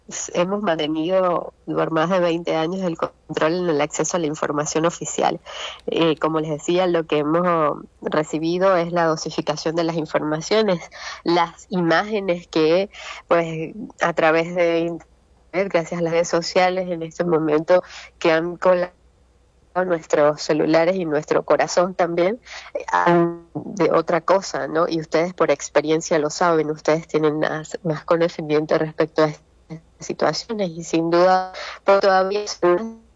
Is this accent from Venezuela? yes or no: yes; Venezuela; now in Caracas, Venezuela